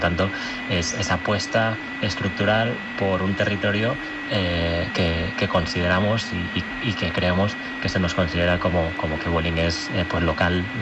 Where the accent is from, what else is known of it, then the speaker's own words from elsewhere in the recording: Barcelona, Catalonia, Spain; Yo soy de Barcelona, entonces tengo algo por Barcelona.